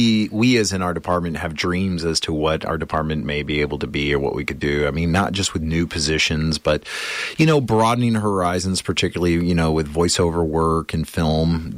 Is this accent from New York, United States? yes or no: no; Texas, United States; moved away; I was from Texas, middle of nowhere Texas. You know, my I don't come from money in any way